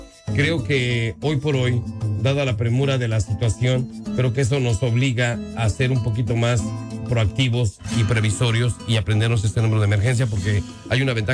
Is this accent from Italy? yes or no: no; Mexico; now in United States; incluso en México, pues todos hablamos un español diferente dependiendo el estado.